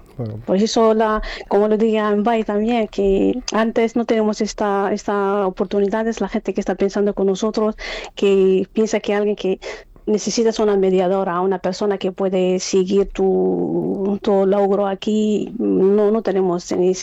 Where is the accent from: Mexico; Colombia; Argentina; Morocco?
Morocco; now in Spain; Pues no, salí de Marruecos a Holanda.